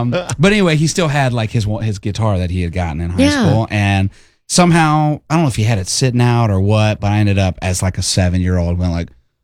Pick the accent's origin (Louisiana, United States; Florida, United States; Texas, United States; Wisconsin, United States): Louisiana, United States; Baton Rouge; There was a couple stations in Baton Rouge where I grew up.